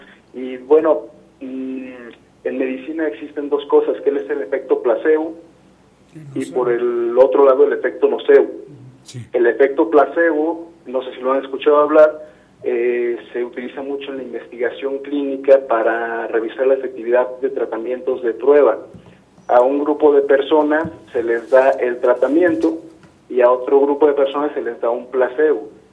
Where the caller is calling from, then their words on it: Fresnillo, Zacatecas, Mexico; De aquí, de Fresnillo, Zacatecas